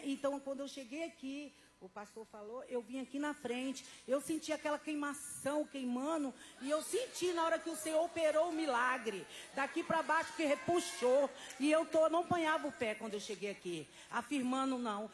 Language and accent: Portuguese; Campinas, São Paulo, Brazil; Então, ontem eu sou de Campinas.